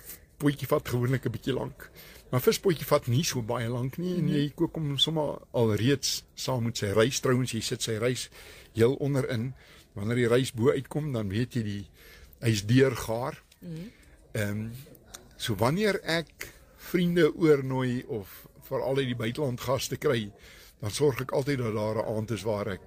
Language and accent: Afrikaans; Limpopo, South Africa; As 'n rou transvaler, ek is uit Limpopo stof gemaak.